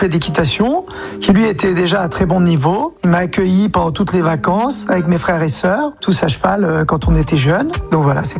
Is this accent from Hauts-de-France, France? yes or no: yes; Roubaix, Hauts-de-France, France; born there; je suis né en 1975, donc j'ai 51 ans, je suis né à Roubaix.